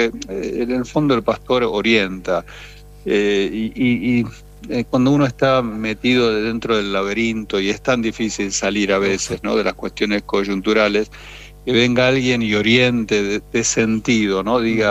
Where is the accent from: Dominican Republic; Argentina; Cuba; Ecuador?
Argentina; así como vengo yo de la Argentina